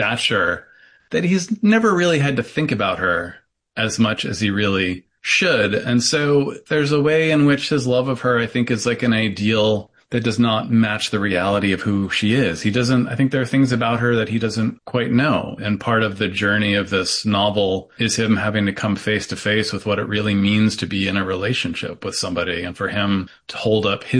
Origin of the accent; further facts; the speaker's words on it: Syracuse, New York, United States; I'm not from rural New York. I'm from Syracuse, which is a reasonable sized city. But like a lot of the Rust Belt, it's been down on its luck for a long time.